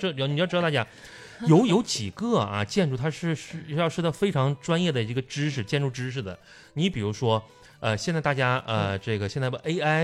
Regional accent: Northeast China, China; moved away; 我们老家呀、我的老家就是号称叫老东北工业基地。

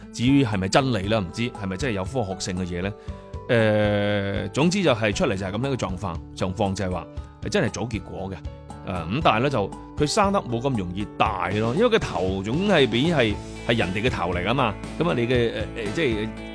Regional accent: Guangdong, China; 我哋嘅粤北、粤西啊，粤东都有山行。咁所以咧就希望大家嚟我哋广东感受一下暑假嘅热情

